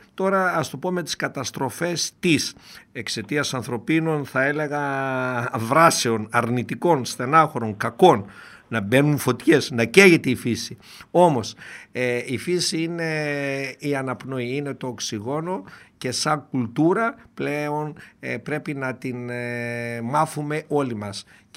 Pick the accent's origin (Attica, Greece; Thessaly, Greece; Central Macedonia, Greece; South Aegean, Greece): Central Macedonia, Greece; Doirani; στο χωριό μου, στη Δοϊράνη